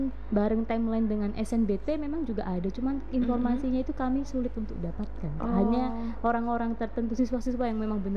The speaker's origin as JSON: {"language": "Indonesian", "town": "Surakarta", "region": "Central Java", "country": "Indonesia", "moved": "yes", "lives_now": "Belu, Indonesia", "said": "Saya kan dari Solo nih."}